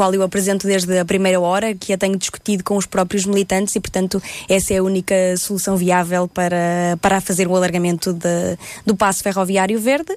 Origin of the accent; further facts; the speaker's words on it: Alfândega da Fé, Bragança, Portugal; eu vindo eu de um distrito do interior, de um concelho muito pequenino, de Bragança, eu venho da Alfândega da Fé, do distrito de Bragança